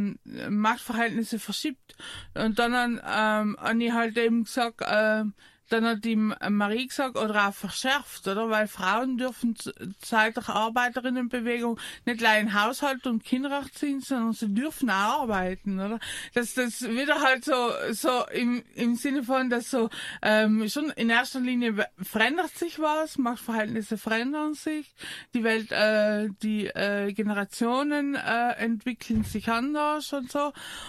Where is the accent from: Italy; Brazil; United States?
Italy; Trentino-Alto Adige; moved away; weil ich komme ja aus Südtirol